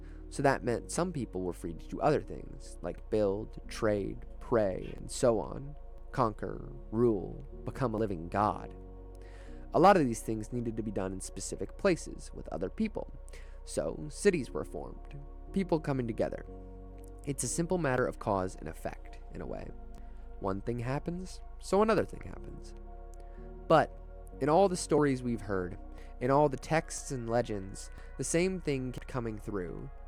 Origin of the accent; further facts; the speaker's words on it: London, United Kingdom; I grew up in London. Huge city, a vast metropolis.